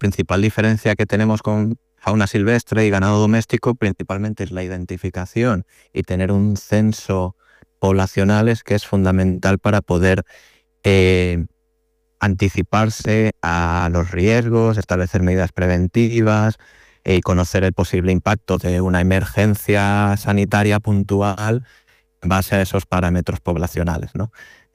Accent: Santa Maria del Camí, Balearic Islands, Spain; moved away as an adult; also born or lived in León; now in Ciudad Real, Spain; Yo no soy culipardo, soy mallorquín. Vengo de las Islas Baleares y bueno, de un pueblecito del interior. Bueno, de cerca de Palma, realmente, Santa María del Camino.

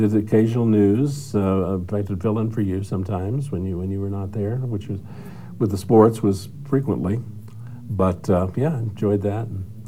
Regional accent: Maryland, United States; moved away as an adult; also born or lived in Washington, D.C. / Rhode Island; about the age of three, we moved just across the line, really, into neighboring Maryland, and that's where I was raised. And so I didn't leave there until I got drafted in the Army in 1966.

